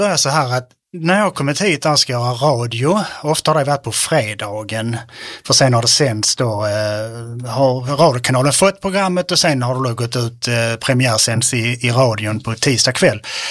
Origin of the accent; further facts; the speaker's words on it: Malmö, Skåne, Sweden; jag är själv uppvuxen på Söderkulla.